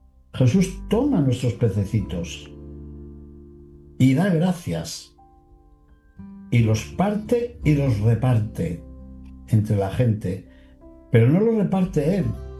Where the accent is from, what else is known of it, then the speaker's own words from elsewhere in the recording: Castile and León, Spain; moved away; cecina de mi tierra de León